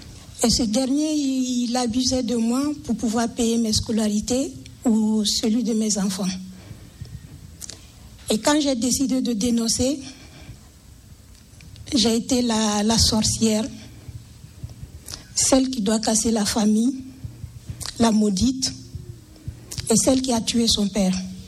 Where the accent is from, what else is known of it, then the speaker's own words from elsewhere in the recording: Burkina Faso; Je viens de Burkina Faso. Je suis musulmane de naissance. Et je viens d'une famille très, très religieuse dans l'islam.